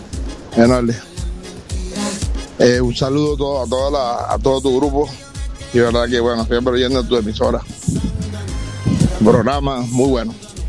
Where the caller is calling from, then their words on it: Los Realejos, Canary Islands, Spain; yo vivo en el norte. Yo vivo en Los Realejos